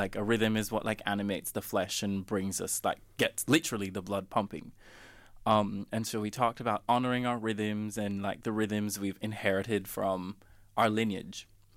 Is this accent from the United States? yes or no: no; Jamaica; because growing up in Jamaica, you're, like, constantly around loud music, that it does something to the DNA.